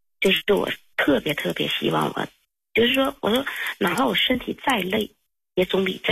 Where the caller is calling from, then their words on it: northern China, China; 我们都是北方人